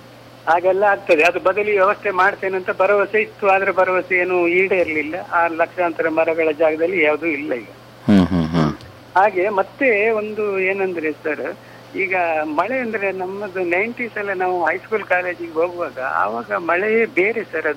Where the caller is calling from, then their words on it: Karnataka, India; ಈಗ ನೋಡಿ ಇಲ್ಲಿ ಕರಾವಳಿಯಲ್ಲಿ ಜಾಸ್ತಿ ಇತ್ತದು